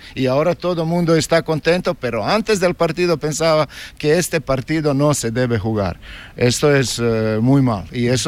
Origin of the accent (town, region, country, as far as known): Croatia; Spanish is a second language; moved away as an adult